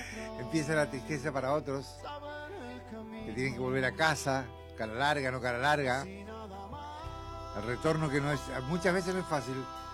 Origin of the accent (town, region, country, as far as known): Argentina